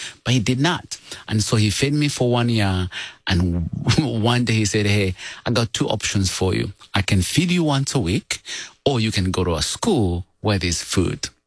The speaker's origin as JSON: {"language": "English", "country": "Uganda", "tie": "born or raised there", "said": "well, I come from Uganda and grew up poor of the poorest."}